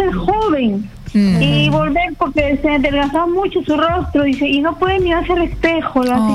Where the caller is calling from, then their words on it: Chiclayo, Lambayeque, Peru; estoy llamando desde Chiclayo